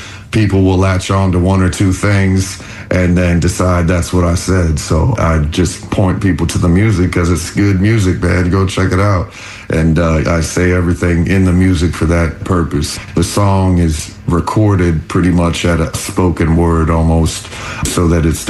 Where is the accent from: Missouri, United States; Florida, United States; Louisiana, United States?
Florida, United States; Orlando; now in Tampa, United States; I moved specifically to Tampa Bay from Orlando, where I grew up, because there was support for live music.